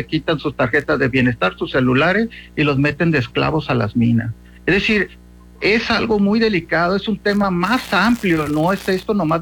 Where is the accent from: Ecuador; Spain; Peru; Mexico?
Mexico; Mazatlán, Sinaloa; Yo estaba, de hecho, trabajando en la Ciudad de México. Soy de Mazatlán. Vine aquí